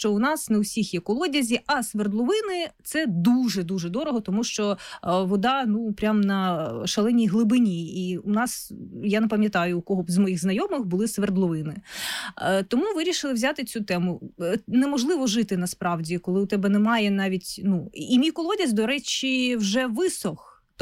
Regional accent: Luhansk Oblast, Ukraine; moved away; я сама з Луганщини

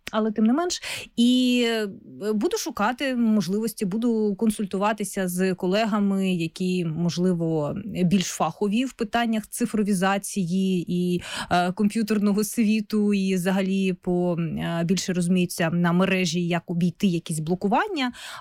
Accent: Luhansk Oblast, Ukraine; moved away; я сама з Луганщини

